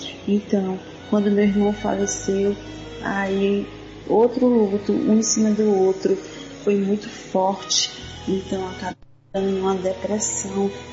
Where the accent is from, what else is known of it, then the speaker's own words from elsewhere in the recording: Fortaleza, Ceará, Brazil; sou aqui de Fortaleza, Ceará.